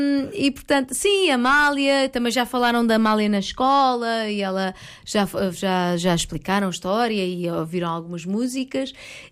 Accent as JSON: {"language": "Portuguese", "region": "Lisbon", "country": "Portugal", "said": "eu sou de Lisboa"}